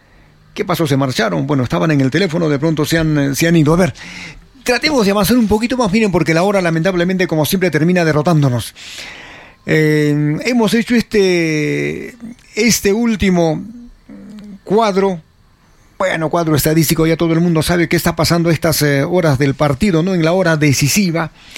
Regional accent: Peru

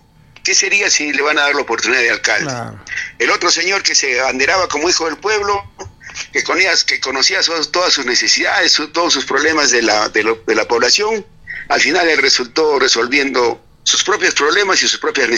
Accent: La Calera, Arequipa, Peru; yo estoy bien identificado con el pueblo tradicional de Yura, pues yo soy de La Calera, he nacido allá, he estudiado toda mi primaria, después ya vine a la ciudad a terminar mis estudios secundarios y estudios universitarios

